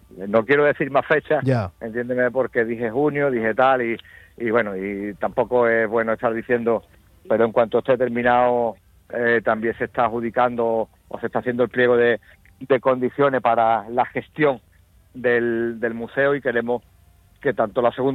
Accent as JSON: {"language": "Spanish", "town": "Alcalá de los Gazules", "region": "Andalusia", "country": "Spain", "said": "de nuestro pueblo, de mi pueblo, de Alcalá de los Gazules."}